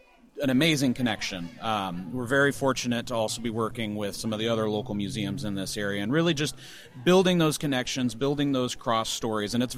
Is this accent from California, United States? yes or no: no; Black Diamond, Washington, United States; I drove a long way from here. I'm from Black Diamond.